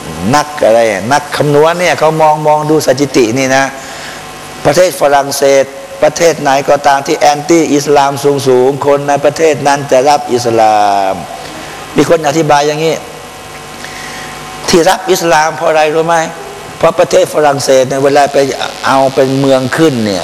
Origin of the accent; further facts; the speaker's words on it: Pattani, Thailand; ผมมาจากปัตตานีนะ